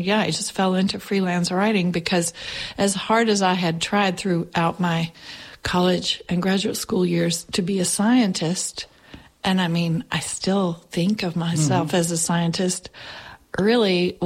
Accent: Kentucky, United States; I'm from hereabouts, to be honest. I grew up in Kentucky over on the other side of the mountains, and tried out living other places for, you know, a few lost decades of my life.

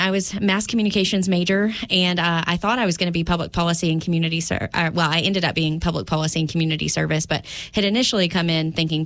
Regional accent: Smyth County, Virginia, United States; I grew up in Smith County, graduated from Chilhowee

